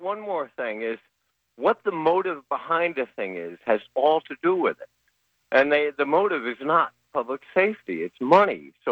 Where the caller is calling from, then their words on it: Middletown, Connecticut, United States; from Middletown here.